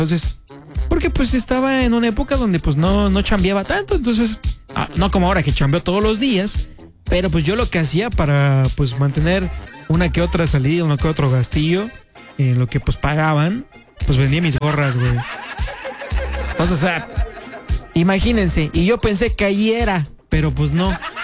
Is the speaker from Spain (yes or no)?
no; Mexico; somos mexicanos y sobre todo somos rogones.